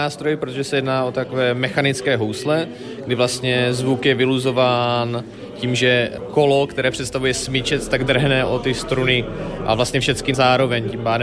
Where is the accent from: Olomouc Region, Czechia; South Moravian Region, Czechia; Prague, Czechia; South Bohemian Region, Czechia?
Olomouc Region, Czechia; Olomouc; z Olomouce a jsem mimo jiné hudebník truhlář a jeden z mála hráčů na niněru v České republice